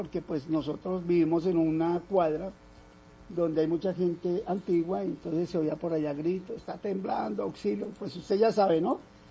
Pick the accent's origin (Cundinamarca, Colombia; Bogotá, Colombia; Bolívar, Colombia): Bogotá, Colombia; moved away; yo como hablo como persona que soy de Bogotá